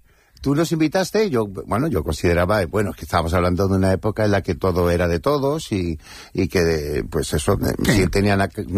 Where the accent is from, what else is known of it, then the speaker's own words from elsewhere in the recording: Cádiz, Andalusia, Spain; Pues aquí estoy en Cádiz, yeah, mi tierra